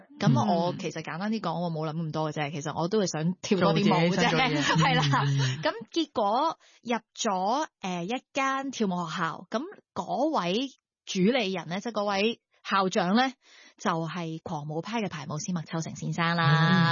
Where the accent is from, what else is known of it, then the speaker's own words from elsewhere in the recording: Canada; now in Hong Kong; 其实我细个喺加拿大嘅时候系歌唱比赛出身啦，然之后已经喺本地嘅一啲电视台做主持。